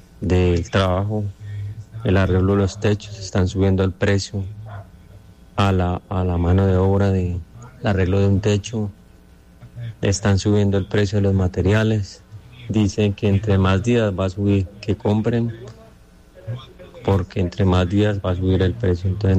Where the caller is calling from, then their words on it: Roldanillo, Valle del Cauca, Colombia; Le hablo desde Roldanillo Valle